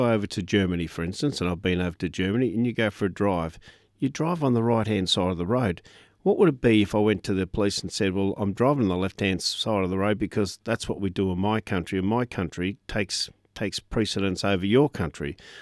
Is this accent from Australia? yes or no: yes; Australia; I'm proud of being Australian, and I think we're a great country